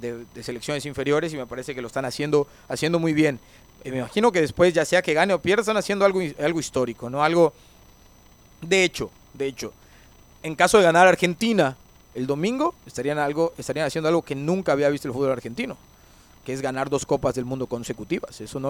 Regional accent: Mexico

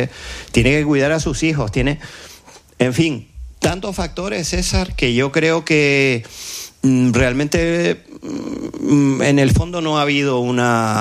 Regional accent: Puerto de la Cruz, Canary Islands, Spain; born there; Yo soy del Puerto de la Cruz

